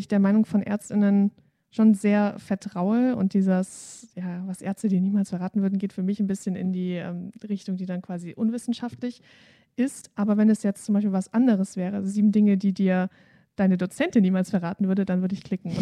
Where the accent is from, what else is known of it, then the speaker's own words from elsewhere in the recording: Swabia, Germany; born there; Ich bin auch Schwäbin, ja.